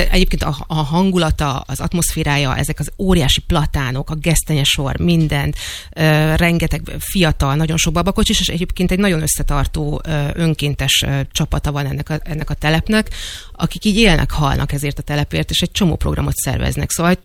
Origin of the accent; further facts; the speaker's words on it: Budapest, Hungary; vagyok vekerlei, hogy mi 3 évvel ezelőtt, ugye mi egy utcával feljebb költöztünk, tehát mi gyakorlatilag kiköltöztünk Vekkerléről. Tehát én most már kispesti vagyok, már nem klasszik bent a Vekkerlé.